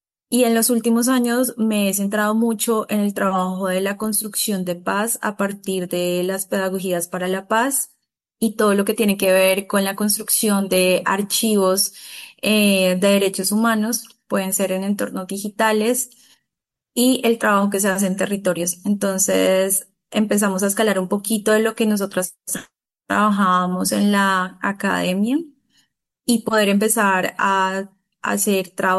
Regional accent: Buenaventura, Valle del Cauca, Colombia; born there; now in Cali, Colombia; nací en Buenaventura y emigré a la ciudad de Cali.

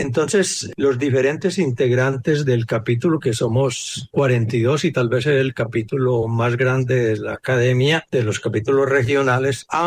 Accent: Eje Cafetero, Colombia; now in Valle del Cauca, Colombia; como persona proveniente del eje cafetero, donde hay altas montañas, la música folclórica de guitarras y todo esto fue algo que llevaba en mi trasegar.

